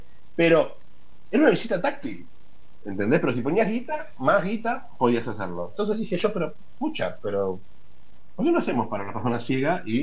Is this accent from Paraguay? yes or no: no; Argentina